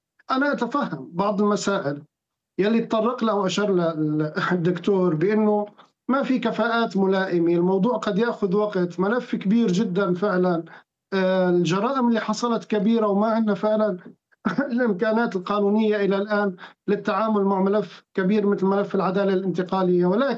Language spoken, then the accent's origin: Arabic; Syria; يعني اليوم نحن شعب سوري منتصر